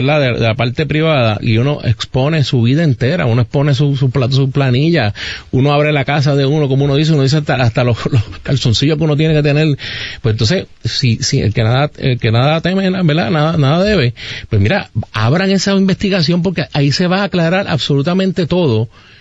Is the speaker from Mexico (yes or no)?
no; Puerto Rico; Como exsecretario, como funcionario y como puertorriqueño.